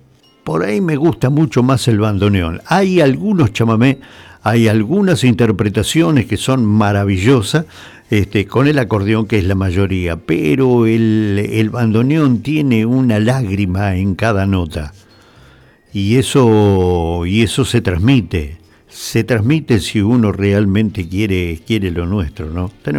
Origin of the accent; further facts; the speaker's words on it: Argentina; Uno es argentino y no podemos diferenciar de uno de otro. Somos todos argentinos